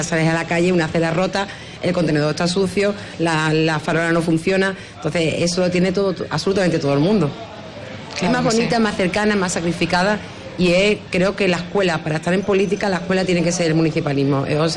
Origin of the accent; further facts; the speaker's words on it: Lepe, Andalusia, Spain; yo soy muy lepera, soy muy de mi tierra, soy muy de Huelva, muy de andaluza.